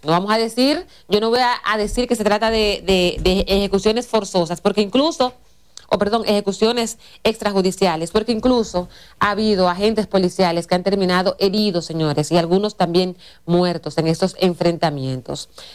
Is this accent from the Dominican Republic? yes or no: yes; Dominican Republic; nosotros como dominicanos